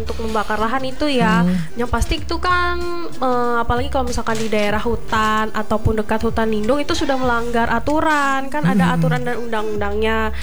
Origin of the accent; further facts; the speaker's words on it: Palangka Raya, Central Kalimantan, Indonesia; Kalau aku aslinya orang Palangka.